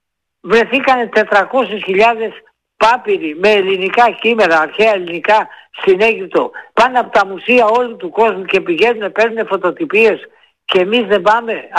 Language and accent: Greek; Greece